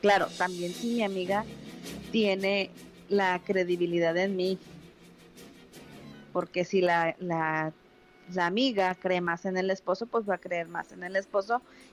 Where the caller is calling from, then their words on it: Poza Rica, Veracruz, Mexico; Yo vivo en Poza Rica, antes de llegar a la ciudad o a la zona arqueológica del Tajín.